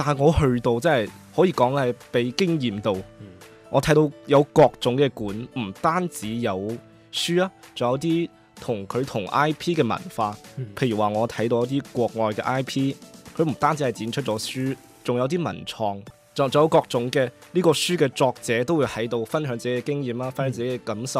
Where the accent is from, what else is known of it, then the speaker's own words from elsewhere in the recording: Guangzhou, Guangdong, China; Hello 大家好，我是来自广东广州的 … ，我的专业是播音与主持专业。